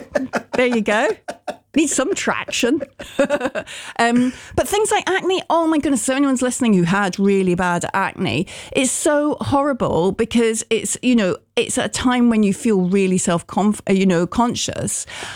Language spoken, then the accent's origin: English; Glasgow, Scotland, United Kingdom; When I was a kid growing up in Glasgow